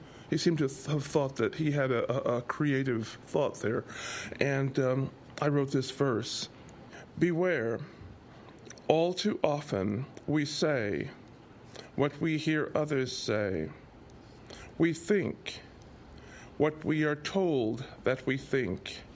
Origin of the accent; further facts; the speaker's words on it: Pasadena, California, United States; my hometown, Pasadena